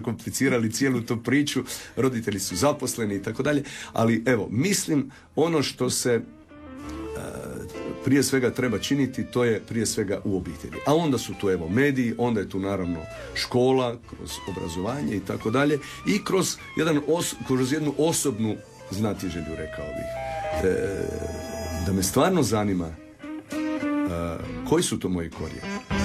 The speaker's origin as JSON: {"language": "Croatian", "town": "Janjevo", "region": "Pristina District", "country": "Kosovo", "said": "malom mjestu smješteno između brda, negdje u središnjem dijelu Kosova, nadomak Prištine, na nekih 20 km smo mi od Prištine."}